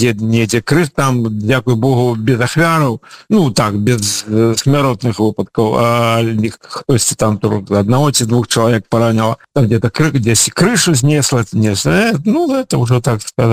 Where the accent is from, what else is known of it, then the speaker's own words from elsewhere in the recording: Ukraine; я грамадзін Беларусі, але я украінец, і заўсёды быў, я ж вам калісі казаў, заўсёды неяк так склалася, што я заўсёды адчуваў сябе украінцам.